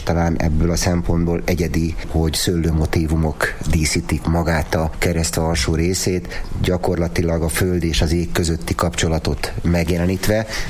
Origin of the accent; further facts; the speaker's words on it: Budapest, Hungary; jó magam, a feleségemmel, a családom, hogy a budapestiek vagyunk. 10 éve kezdtünk itt vállalkozásba, Badacsonyba, panzió és borászat. Mondanám azt, hogy ilyen második otthonunk lett Badacsony.